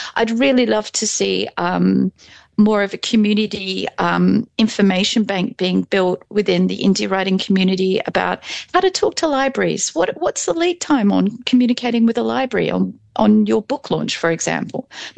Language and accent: English; Outback, Australia; So I grew up in Outback Australia. I was, I grew up on massive farms and I was really isolated, and we were moving around a lot as a kid.